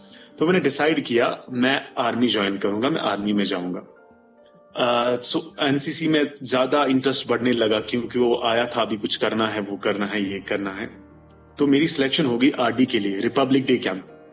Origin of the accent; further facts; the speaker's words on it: Bandipora, Jammu and Kashmir, India; अपना जो टाउन था बांडीपोरा, वहां एक हायर सेकेंडरी थी और मुझे मौका मिला, मैं गांव से टाउन की तरफ आ गया।